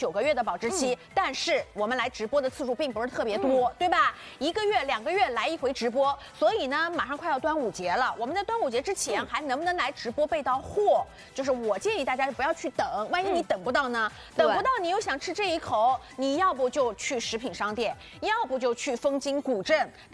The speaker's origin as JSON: {"language": "Chinese", "region": "Shanghai", "country": "China"}